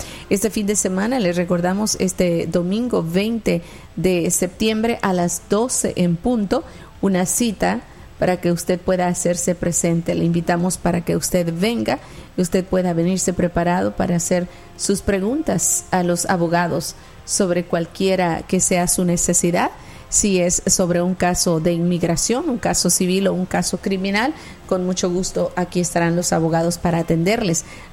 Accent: Mexico; Somos de México.

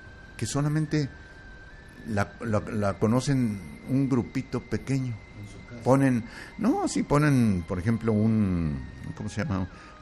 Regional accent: Zacatecas, Mexico; yo soy de Zacatecas, estoy con la Federación de Zacatecas

